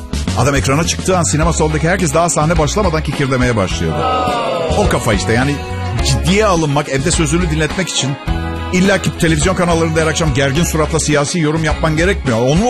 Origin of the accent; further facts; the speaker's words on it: Istanbul, Turkey; now in Bodrum, Turkey; Ben doğma büyüme İstanbul çocuğuyum aslında ama son 5 senedir hayatımı tamamen Bodrum'da sürdürüyorum.